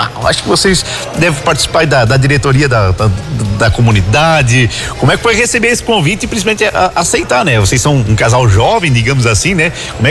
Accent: Leoberto Leal, Santa Catarina, Brazil; moved away; Eu sou daqui, de Leoberto Leal, faz tempo que eu saí

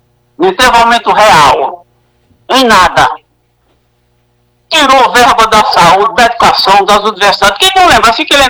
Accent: Brazil; also born or lived in Catolé do Rocha, Paraíba / João Dias, Rio Grande do Norte; Eu sou do Rio Grande do Norte, sou da Paraíba. Né? Eu já. Você vê que. Eu sou dos dois estados, Catolé e João Dias … sítio Boa Vista.

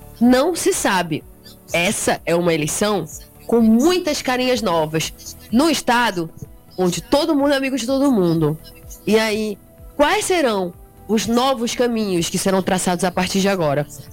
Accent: Amapá, Brazil; eu sou do Amapá, que é um lugar incrível

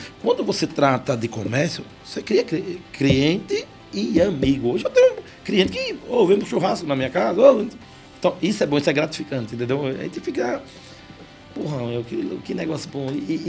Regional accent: Ribeira do Pombal, Bahia, Brazil; born there; also born or lived in Poço Verde; now in São Paulo, Brazil; É, nasci em Pombal, porém, meu pai montou comércio em Poço Verde, né? Que é onde fiquei uma temporada lá. Eu fui embora para São Paulo

